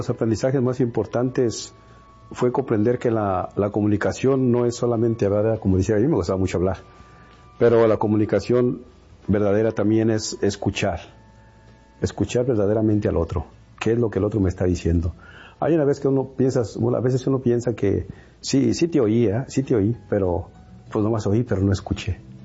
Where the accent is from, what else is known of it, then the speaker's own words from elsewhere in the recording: Guanajuato, Mexico; yo soy de Guanajuato